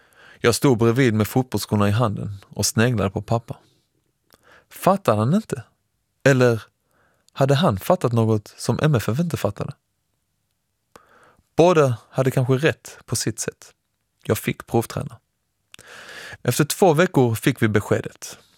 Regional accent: Lund, Skåne, Sweden; accent: Skåne; och precis som det låter kommer jag från Skåne. Närmare bestämt Lund, lärdomsstaden, den lilla storstaden för det bildade och kloka.

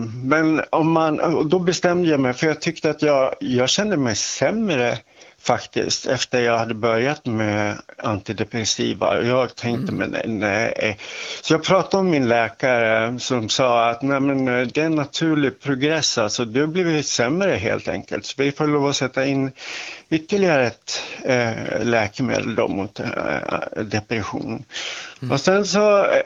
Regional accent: Dalarna County, Sweden; accent: västerdalska; jag kommer från Dalarna, så jag och pratar västerdalska

